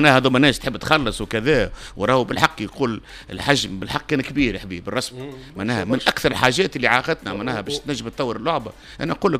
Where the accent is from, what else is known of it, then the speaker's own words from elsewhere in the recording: Tunisia; هذه المشكله اللي حق اللي قايم عندنا في تونس،